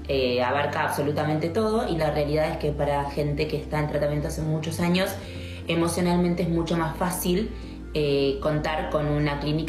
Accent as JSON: {"language": "Spanish", "country": "Argentina", "said": "Y nosotros somos una pareja argentina que estuvo en tratamiento 10 años, hicimos 6 tratamientos fallidos en Buenos Aires"}